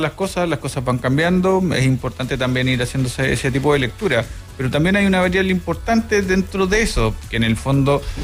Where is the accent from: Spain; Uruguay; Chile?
Chile; Todos como chilenos